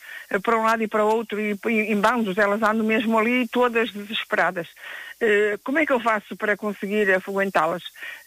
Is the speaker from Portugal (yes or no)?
yes; Northern Portugal, Portugal; nós somos do norte, nós somos nortenhos